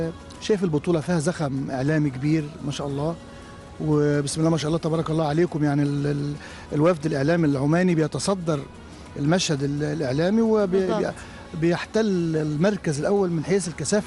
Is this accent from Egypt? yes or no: yes; Egypt; now in Saudi Arabia; أنا مصري طبعا